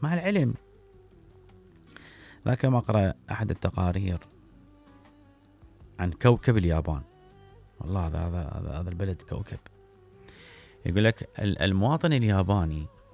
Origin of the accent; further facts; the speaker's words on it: Iraq; انا احكي باللي خصنا احنا كمواطنين عراقيين نعيش في الشرق الاوسط في هذه البقعة الجميلة من هذا الكوكب